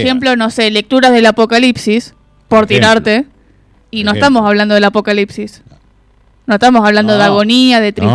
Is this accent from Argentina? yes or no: yes; Argentina; Como el argentino promedio es resiliente